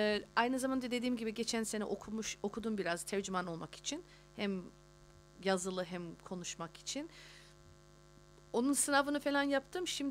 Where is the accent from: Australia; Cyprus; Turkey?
Australia; bizler burada doğup büyüdük